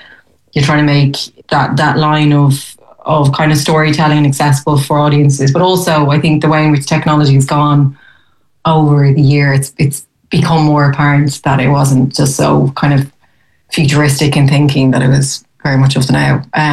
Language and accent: English; Leinster, Ireland